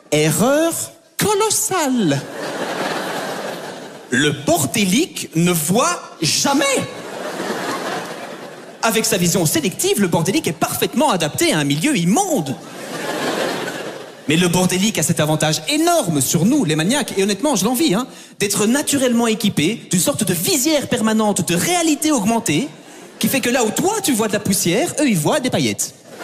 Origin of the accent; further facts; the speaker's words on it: Belgium; je suis belge, comme vous pouvez l'entendre à mon intérieur. Hein, au fait que je parle, moi, ben, normalement.